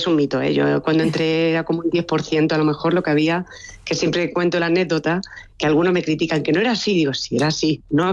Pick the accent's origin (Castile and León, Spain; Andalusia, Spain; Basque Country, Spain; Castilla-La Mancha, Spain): Andalusia, Spain; Málaga; also born or lived in Granada / Madrid; yo soy andaluza, soy granaína, pero criada en Málaga y estudié en Madrid.